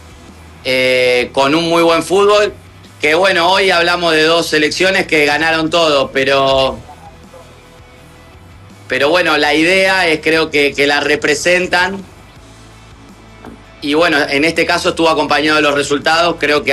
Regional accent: Argentina

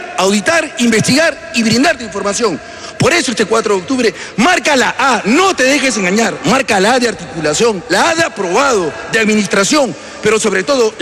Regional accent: Lima, Peru; Porque soy limeño, soy abogado y soy empresario, pero sobre todo soy padre de familia.

